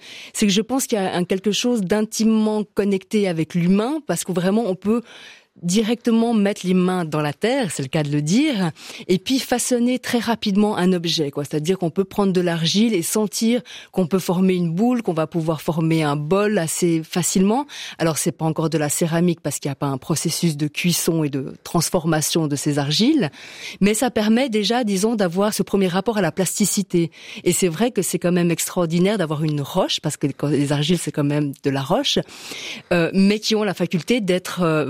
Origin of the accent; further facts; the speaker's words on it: Valais, Switzerland; Je suis une Valaisanne pure souche.